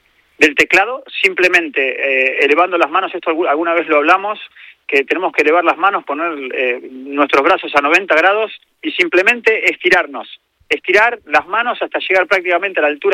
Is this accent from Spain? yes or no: yes; Spain; moved away; pero yo hace nada vine de España y hace 25 años